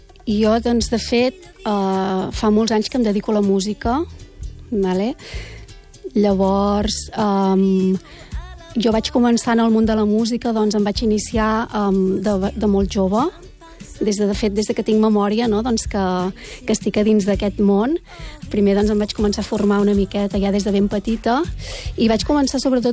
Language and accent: Catalan; Borgonyà, Catalonia, Spain; moved away as an adult; de fet se'm nota, només obro la boca i ja tothom em diu, ostres, d'on ets? Sí, jo soc de Borgunyà, que és un poble molt petit d'Osona, a la comarca d'Osona, i fa 5-6 anys que estic per aquí.